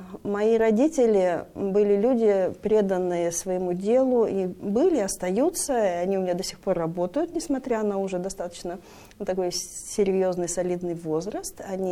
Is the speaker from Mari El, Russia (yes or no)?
yes; Yoshkar-Ola, Mari El, Russia; moved away; also born or lived in Leningrad / Moscow; все свое детство я провела в городе Йошкар-Оле. Потом училась в Москве, и после окончания вуза мы с мужем вернулись в Йошкар-Олу.